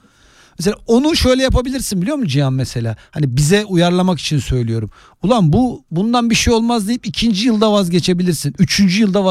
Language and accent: Turkish; Istanbul, Turkey; ben Gazi Osman Paşa'da büyüdüm benim. Annem babam Yugoslavya'dan gelmiş